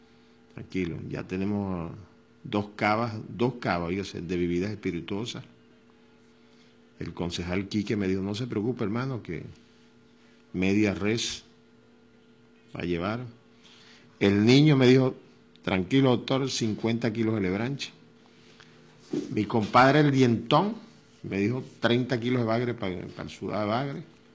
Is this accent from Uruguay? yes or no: no; Venezuela; Gente, como somos todos los venezolanos.